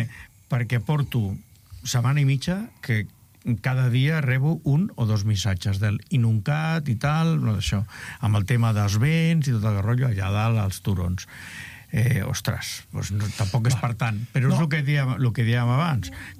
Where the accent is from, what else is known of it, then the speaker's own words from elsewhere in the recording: Catalonia, Spain; La zona del Vallès Oriental, allà del meu poble. Que jo estic a dalt de tot